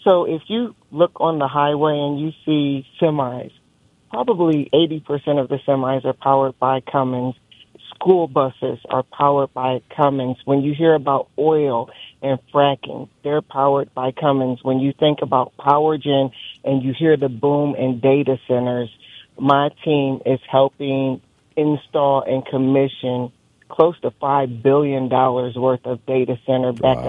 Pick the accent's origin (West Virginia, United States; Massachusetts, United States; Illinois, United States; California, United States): Illinois, United States; Peoria; I was on a small little dead-end street right near Central High School.